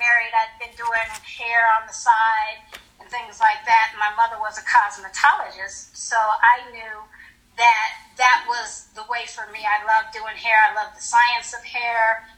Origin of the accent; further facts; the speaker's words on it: Colorado Springs, Colorado, United States; moved away as an adult; also born or lived in Hinesville, Georgia; I was from Colorado Springs, and I married military.